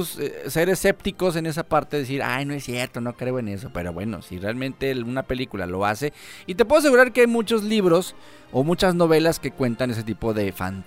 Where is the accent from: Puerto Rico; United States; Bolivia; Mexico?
Mexico; lo que uno podrá decir como mexicano.